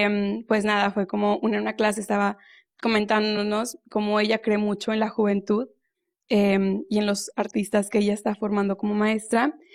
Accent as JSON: {"language": "Spanish", "country": "Mexico", "said": "yo como mexicana, ¿qué aporto con mi lenguaje, con mi conocimiento, con mis símbolos, con mis rituales, etcétera?"}